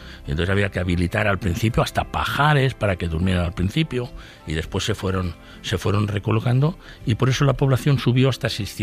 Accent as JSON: {"language": "Spanish", "town": "Camporrells", "region": "Aragon", "country": "Spain", "tie": "born or raised there", "said": "Mi pueblo era un pueblo agrícola, pero muy cercano al río Noguera Ribagorzana, y a partir de finales de los 50, yo nací en el 51"}